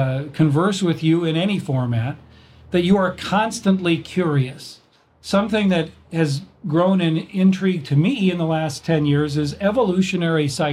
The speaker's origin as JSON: {"language": "English", "town": "Rock Island", "region": "Illinois", "country": "United States", "tie": "born or raised there", "said": "I grew up in Rock Island."}